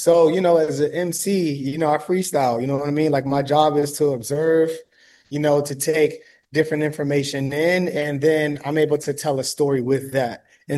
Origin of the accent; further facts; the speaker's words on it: Maryland, United States; I'm from Maryland, so I'm playing some go-go.